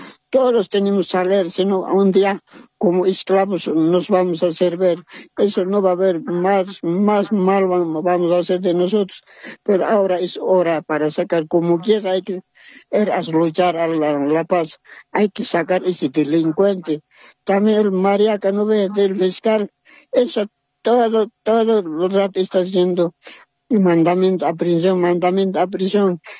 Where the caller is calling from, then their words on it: Cochabamba, Bolivia; estoy llamando de Cuchabamba.